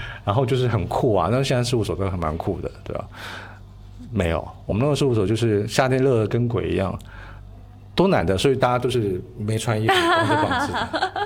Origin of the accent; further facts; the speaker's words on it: Taiwan; moved away; 不会因为是我来自台湾